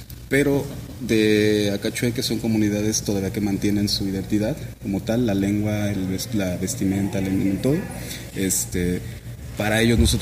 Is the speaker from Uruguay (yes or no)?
no; Chilchota, Michoacán, Mexico; Nosotros somos de la Cañada de los 11 Pueblos, del municipio de Chilchota, de distintas comunidades, de Urén y de Tanaquillo.